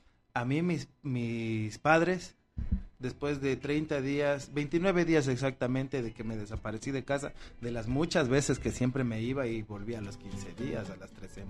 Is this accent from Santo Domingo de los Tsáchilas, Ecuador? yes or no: yes; Santo Domingo, Santo Domingo de los Tsáchilas, Ecuador; Yo soy de Santo Domingo.